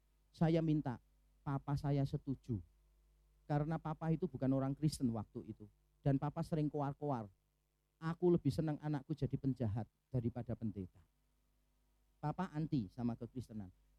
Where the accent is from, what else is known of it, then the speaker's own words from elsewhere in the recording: Semarang, Central Java, Indonesia; moved away; saya berasal dari Semarang.